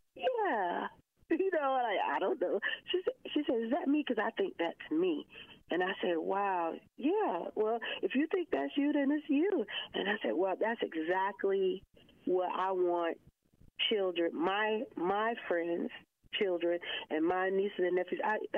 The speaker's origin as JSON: {"language": "English", "town": "Atlanta", "region": "Georgia", "country": "United States", "tie": "born or raised there", "said": "growing up in Atlanta"}